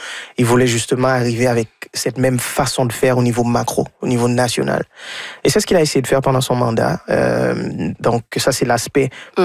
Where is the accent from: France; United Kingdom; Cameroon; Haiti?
Haiti; moved away as an adult; now in Canada; Moi, je suis né et élevé en Haïti, donc j'ai laissé autour de 19 ans. Ma mère habitait déjà le Québec.